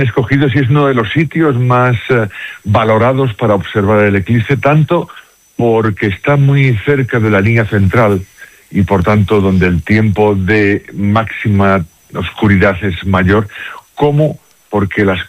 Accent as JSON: {"language": "Spanish", "town": "Ciudad Rodrigo", "region": "Castile and León", "country": "Spain", "tie": "born or raised there", "said": "Yo soy de natural de Ciudad Rodrigo, en Salamanca."}